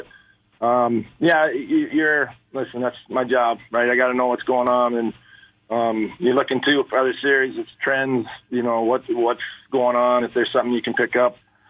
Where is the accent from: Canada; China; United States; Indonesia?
Canada; Ottawa, Ontario; born there; I was born in Ottawa. I didn't spend any time there.